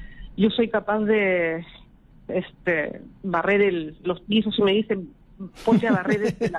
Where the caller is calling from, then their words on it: Lima, Peru; De Magdalena.